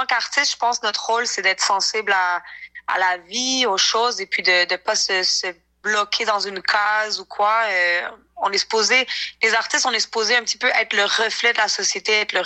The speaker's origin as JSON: {"language": "French", "town": "Montreal", "region": "Quebec", "country": "Canada", "tie": "born or raised there", "said": "Mes 2 parents sont québécois, mais j'ai grandi à Montréal, donc je me considère 100% montréalaise."}